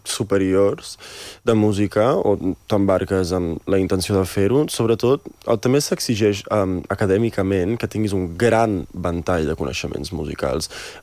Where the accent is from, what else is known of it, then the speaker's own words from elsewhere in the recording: Netherlands; moved away; jo sóc mig holandès i de petit vaig créixer a Holanda